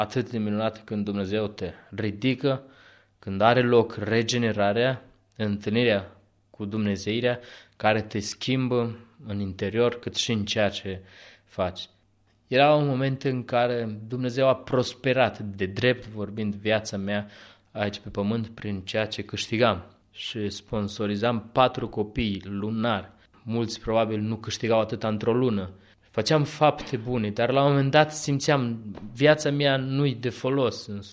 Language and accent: Romanian; Romania; now in Madrid, Spain; biserica în care am crescut în România